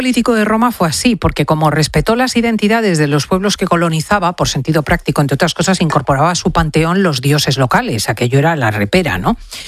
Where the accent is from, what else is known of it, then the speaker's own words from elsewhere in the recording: Spain; como los españoles sabemos